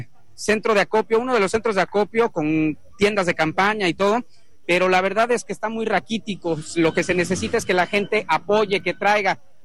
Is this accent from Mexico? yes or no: yes; Mexico; nosotros que somos de México